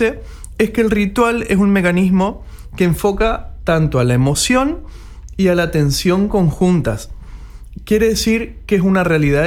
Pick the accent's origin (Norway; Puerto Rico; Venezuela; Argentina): Argentina; Somos todos argentinos.